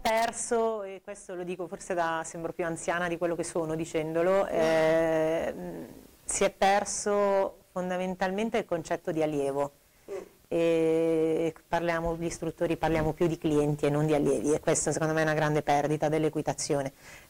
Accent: Lecco, Lombardy, Italy; io sono di Lecco.

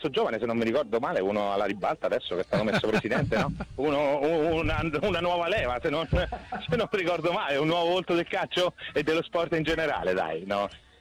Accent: Terni, Umbria, Italy; io sono di Terni, quasi ormai ultimamente me ne vergogno quasi a dirlo

